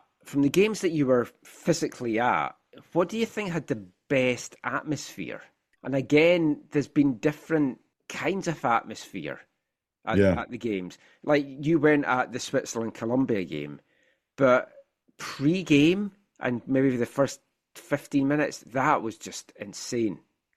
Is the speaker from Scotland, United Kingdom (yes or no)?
yes; Scotland, United Kingdom; I think being Scottish, the Scotland-Haiti game just pushes it over.